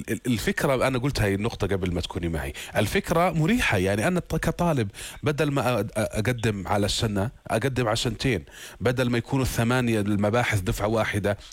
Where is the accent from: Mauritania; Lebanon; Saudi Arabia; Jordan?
Jordan; يعني فعليا إحنا كأردنيين وكفاءاتنا وخبراتنا أولاد البلد الأجيال السابقة هم اللي أسسوا التعليم وأسسوا حتى المناهج